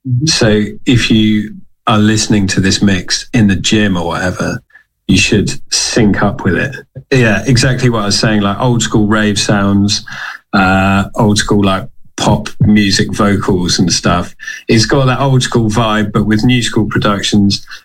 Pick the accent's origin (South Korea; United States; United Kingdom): United Kingdom; Devon, South West England; All right, so I'm from like the South Coast. I'm from Devon